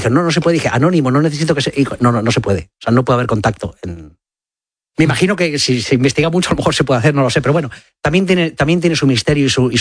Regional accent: Community of Madrid, Spain; Curiosamente, Sara es gallega, yo soy madrileño, pero yo iba los fines de semana, o sea, los viernes.

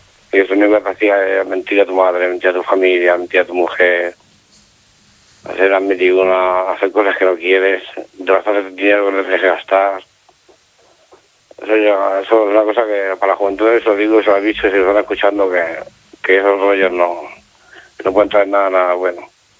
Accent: Lleida, Catalonia, Spain; Un año que yo con una chica aquí, yo soy de Lleida

